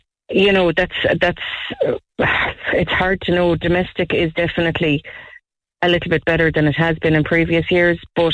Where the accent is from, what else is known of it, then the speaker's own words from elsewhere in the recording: County Clare, Ireland; growing up in the East Clare North Tip region, we always kind of felt like the forgotten cousin in years gone